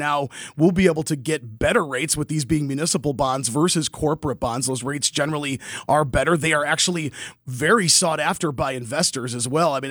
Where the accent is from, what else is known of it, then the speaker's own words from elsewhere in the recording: Jefferson, Wisconsin, United States; you know, I grew up in Jefferson, Wisconsin, great town, you know